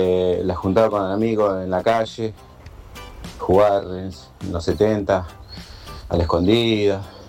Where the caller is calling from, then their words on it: San Antonio de Areco, Buenos Aires Province, Argentina; de San Antonio Areco. Y mirá, lo que más extraña acá, esto es un pueblo.